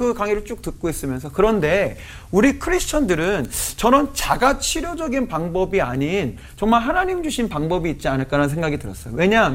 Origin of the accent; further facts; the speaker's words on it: South Korea; 늘 뭔가 우리나라 사람들은 관계 안에서 다른 사람이 어떠한지 나는 어떠한지를 계속 살펴보는 것 같아요.